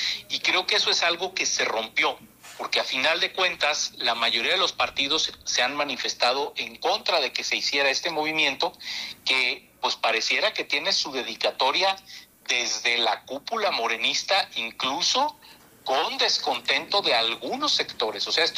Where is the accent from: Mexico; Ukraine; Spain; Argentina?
Mexico; al igual que todos los mexicanos estoy muy ilusionado